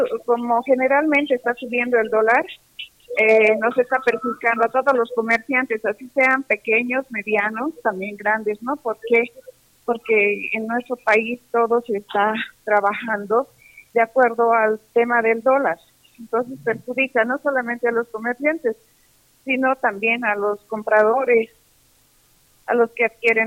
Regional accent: Bolivia

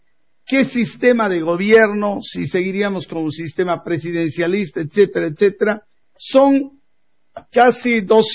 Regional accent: Tarija, Bolivia; Los tarijeños no estamos diciendo

